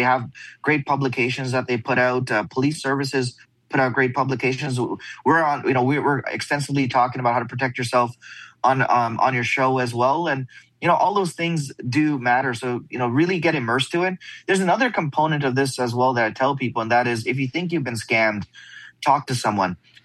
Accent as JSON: {"language": "English", "country": "Canada", "lives_now": "United States", "said": "And these are we're two guys from Canada out in the US."}